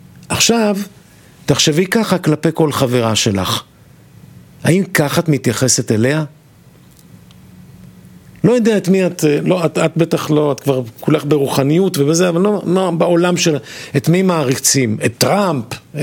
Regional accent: Kiryat Gat, Southern District, Israel; אני זוכר שהייתי ילד קטן, ממש, גדלתי ב... העירה קטנה בדרום בקריית גת

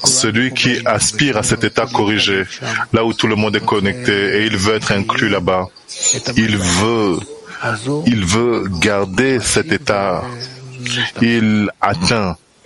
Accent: England, United Kingdom; French is a second language

